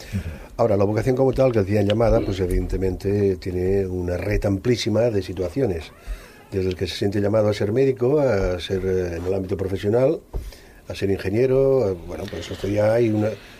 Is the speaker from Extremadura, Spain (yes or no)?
no; Aragon, Spain; Digamos que soy maño.